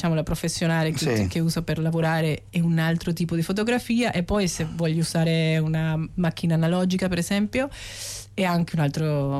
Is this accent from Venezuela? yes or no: yes; Caracas, Capital District, Venezuela; Italian is a second language; sono nata, cresciuta a Caracas